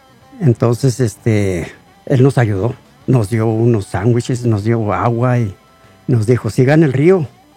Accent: Ciudad Juárez, Chihuahua, Mexico; born there; moved away; allá en Juárez, puro desierto

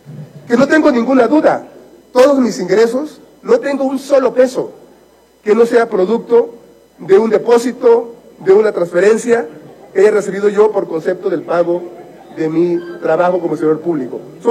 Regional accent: Badiraguato, Sinaloa, Mexico; Reitero, soy de Badiraguato, somos muchas gentes de Badiraguato.

